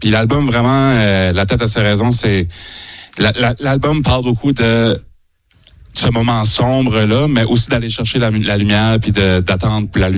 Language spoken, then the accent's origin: French; New Brunswick, Canada; accent: Acadian; Ben, B-A-I-E, nous autres, on vient de la baie des Chaleurs, fait que ça, c'est la grande baie qui est entre nous autres et la Gaspésie au Nouveau-Brunswick.